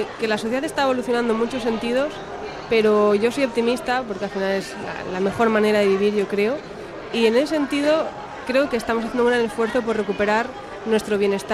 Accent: Avilés, Asturias, Spain; yo soy de Avilés, de la comarca de Avilés, y aquí hay dos quesos de la comarca

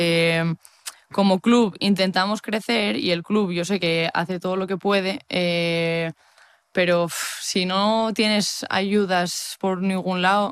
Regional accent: Asturias, Spain; 3 catalanas y el resto somos de Asturias, todo

